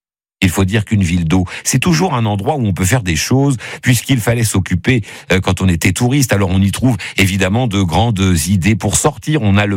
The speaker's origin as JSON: {"language": "French", "region": "Grand Est", "country": "France", "said": "C'est rare les villes d'eau et on a la chance d'en avoir quelques-unes et des plus belles chez nous en Lorraine à aller une heure de Nancy, une grosse demi-heure d'Épinal."}